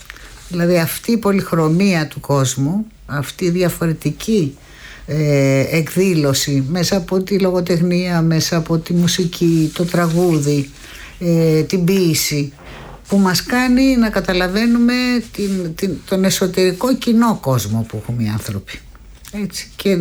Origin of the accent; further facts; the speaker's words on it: Greece; ότι είμαστε Έλληνες εμείς.